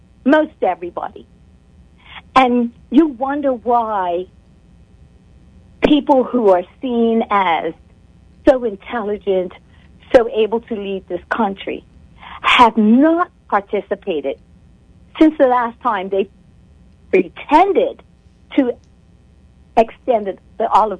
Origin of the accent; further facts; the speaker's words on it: Bermuda; accent: Bermudian; I prefer my Bermudian accent over any other.